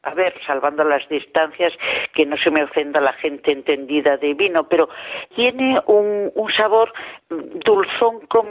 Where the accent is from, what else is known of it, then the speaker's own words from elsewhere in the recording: Galicia, Spain; yo soy gallega, me recordó mucho a mi tierra